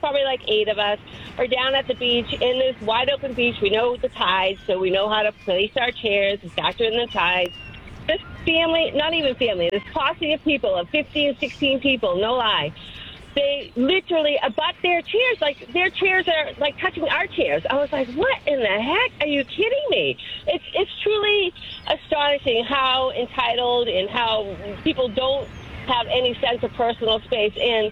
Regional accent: Minot, Massachusetts, United States; now in Green Harbor, United States; when I go to my beach here in Green Harbor, but we went to my family beach that I grew up on in Minot

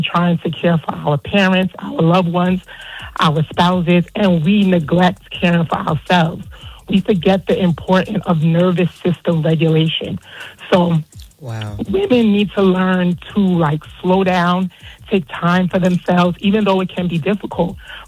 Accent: New York, United States; now in Burlington, United States

